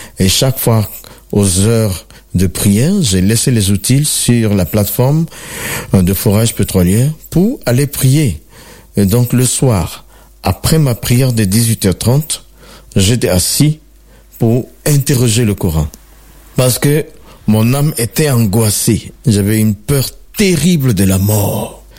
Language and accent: French; Côte d’Ivoire; je suis originaire de la Côte d'Ivoire.